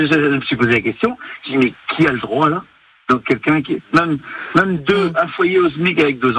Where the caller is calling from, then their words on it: Plougastel-Daoulas, Brittany, France; De Plougastel.